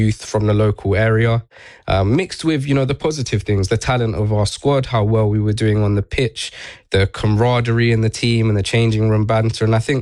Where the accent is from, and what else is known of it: London, United Kingdom; born there